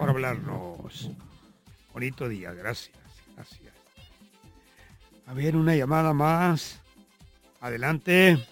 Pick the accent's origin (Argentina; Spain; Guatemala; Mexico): Mexico; Puerto Vallarta, Jalisco; born there; moved away; yo nací en Puerto Vallarta, cuando la declararon ciudad, primero se llamaba Las Peñas, Las Peñas se llamaba. Cuando yo nací se llamaba Las Peñas, no se llamaba Vallarta.